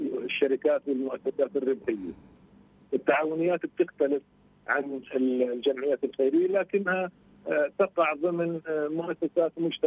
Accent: Palestine; وعندنا في فلسطين

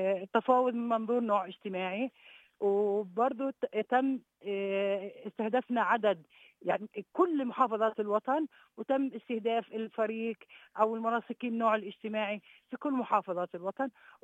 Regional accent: Palestine; احنا بنحكي على اشي برضو اشي ملموس كفلسطينيين.

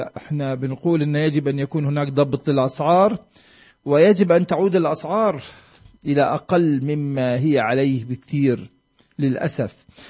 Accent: Bethlehem, West Bank, Palestine; الأسعار عندنا في بيت لحم

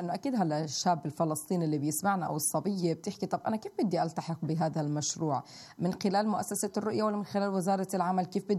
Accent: Palestine; عندنا في فلسطين

